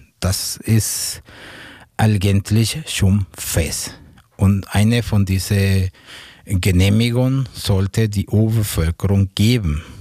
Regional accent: Mexico; wir Ausländer, ich bin Mexikaner

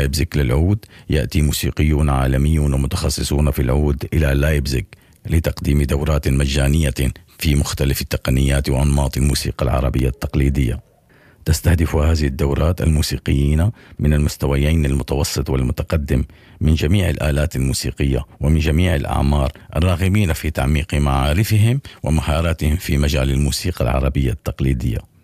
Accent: Syria; نتائج الشهادة الثانوية في بلدي سوريا

